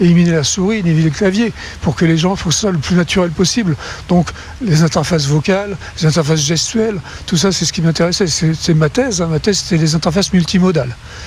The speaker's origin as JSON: {"language": "French", "country": "France", "accent": "French", "second_language": "French", "lives_now": "Stanford, United States", "said": "Donc, j'ai gardé un accent très français aujourd'hui, mais bon, ça va mieux. Et donc, j'ai appris à parler anglais. Et puis, surtout, à Stanford, ici"}